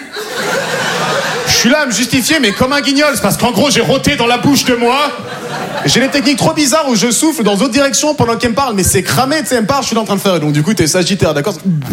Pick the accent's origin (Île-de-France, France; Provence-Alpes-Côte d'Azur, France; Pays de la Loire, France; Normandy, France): Normandy, France; born there; Moi je suis né en Normandie.